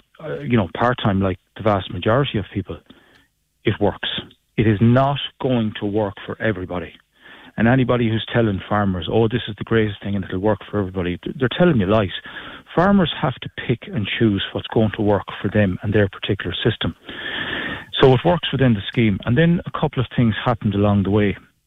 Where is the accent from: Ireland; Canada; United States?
Ireland